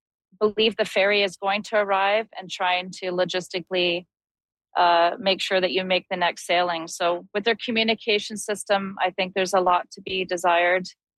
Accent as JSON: {"language": "English", "region": "British Columbia", "country": "Canada", "tie": "born or raised there", "said": "I grew up on the Sunshine Coast. That's where my home is. That's where I went to school. That's where I have my friends."}